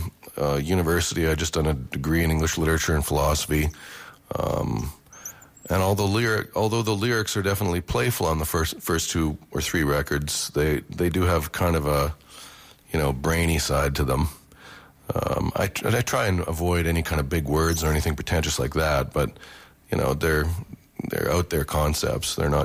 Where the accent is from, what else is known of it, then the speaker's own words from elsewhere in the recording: Winnipeg, Manitoba, Canada; moved away as an adult; also born or lived in London; now in New York, United States; I'm from Winnipeg, which is a particularly cold, brutal, redneck kind of town.